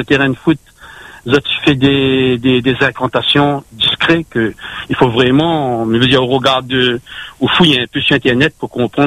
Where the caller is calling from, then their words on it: Saint-Pierre, Réunion; moi, je viens un peu de Saint-Pierre à l'époque, hein.